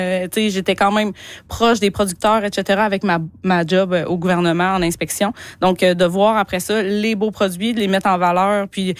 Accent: Quebec, Canada; moi, j'ai cuisiné de la viande sauvage toute ma vie, vu que je viens de l'Abitibi, en fait.

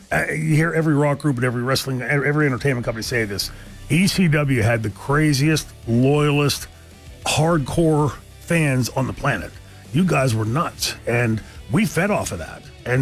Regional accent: Pittsburgh, Pennsylvania, United States; But Bruno, it broke my heart because I so respected Bruno Sammartino growing up in Pittsburgh.

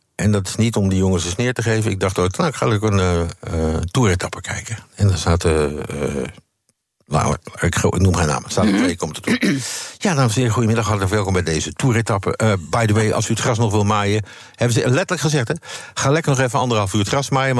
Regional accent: Netherlands; Het mooiste wat je als Nederlander, als commentator mee kan maken.

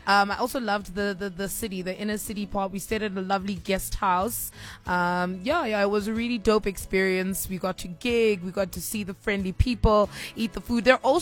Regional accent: Soweto, Gauteng, South Africa; I'm from Soweto, so I know what a small township yard is.

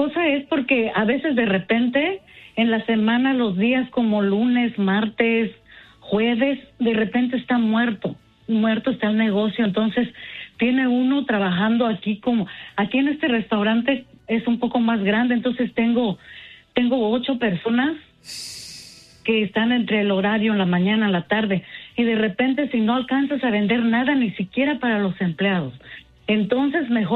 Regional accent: Oaxaca, Mexico; now in Monterey Park, United States; Yo soy de la Mixteca de Oaxaca

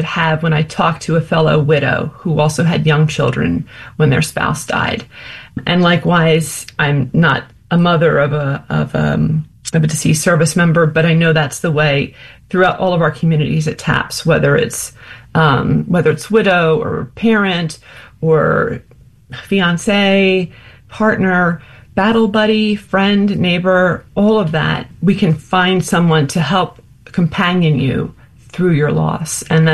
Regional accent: New Jersey, United States

